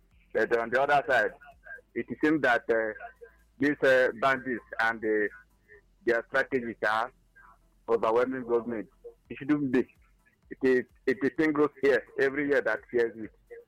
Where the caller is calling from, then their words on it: Accra, Greater Accra, Ghana; I'm reaching you from Accra.